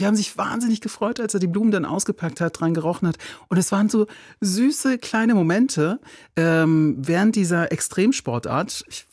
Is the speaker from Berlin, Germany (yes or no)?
yes; Berlin, Germany; also ich bin ja auch im Süden Berlins aufgewachsen